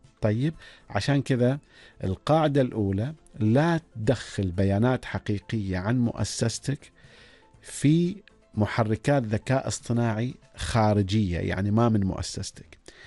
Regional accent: Oman; والله يعود الأيام الجميلة هذه على بلدنا عمان بالخير،

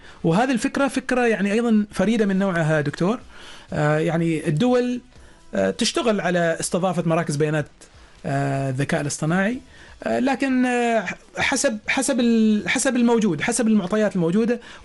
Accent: Oman; عندنا في عمان

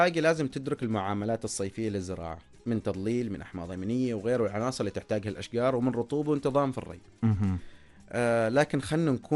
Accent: Oman; عندنا في عمان

